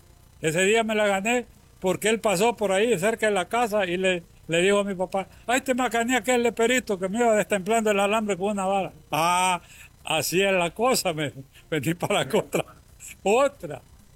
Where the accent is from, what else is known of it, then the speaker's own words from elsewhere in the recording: Honduras; Nosotros somos nativos del Valle Arriba, del lugar de San Lorenzo, y nosotros ahora incluso tenemos miedo de vivir ahí en nuestros lugares